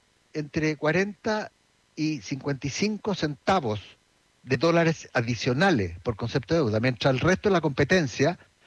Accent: Chile; Pérdida a los inversionistas pasivos, que somos el Estado, que somos todos los chilenos

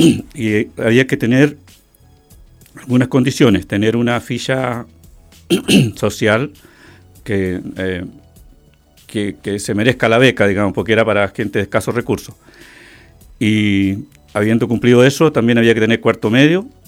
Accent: Puerto Montt, Los Lagos, Chile; yo soy oriundo de Isla Tenglo, ¿no es cierto? Esta isla que queda, para los que no conocen, frente a Puerto Montt, una isla de poco más de mil habitantes, de pescadores

